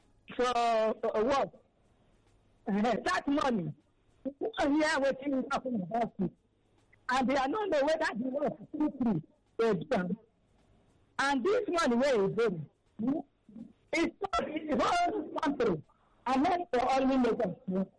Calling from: Badagry, Lagos, Nigeria; I'm calling from Babangu.

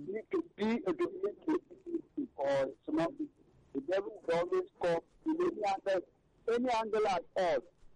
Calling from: Abuja, Federal Capital Territory, Nigeria; I'm calling you from Abuja.

